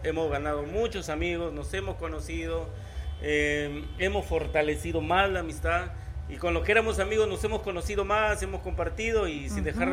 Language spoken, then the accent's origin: Spanish; Túcume, Lambayeque, Peru; saludar a todo mi pueblo de Túcume, a todos mis caseríos